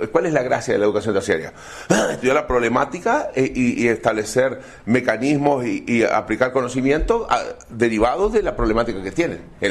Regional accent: Uruguay; nosotros creemos que nosotros en la ruta 3 somos el centro de Uruguay.

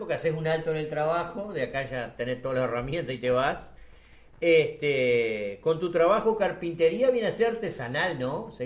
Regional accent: Uruguay; born there; nosotros nacimos acá en el Uruguay

